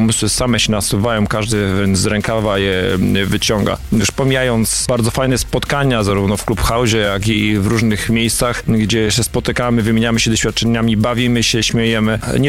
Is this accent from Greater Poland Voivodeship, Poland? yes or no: yes; Słupca, Greater Poland Voivodeship, Poland; Flaga Słupcy i barwy Słupcy i to, że jesteśmy ze Słupcy i z powiatu słupackiego, choć nie tylko, bo są motocykliści wśród nas, również z innych powiatów.